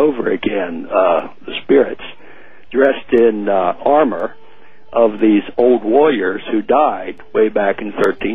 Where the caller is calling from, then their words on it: Fukuoka, Japan; Okay, Fukuoka City, which is in Kyushu. Kyushu is, I guess, the southernmost island of Japan, the largest one outside of Okinawa.